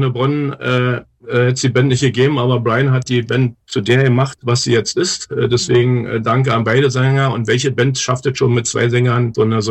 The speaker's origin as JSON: {"language": "German", "country": "Germany", "tie": "born there", "said": "Ich bin in Ostdeutschland geboren, an der Grenze zu Berlin."}